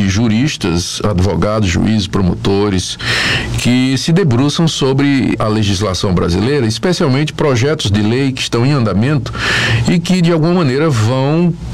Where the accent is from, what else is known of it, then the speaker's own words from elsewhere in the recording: Recife, Pernambuco, Brazil; Recife, onde eu me criei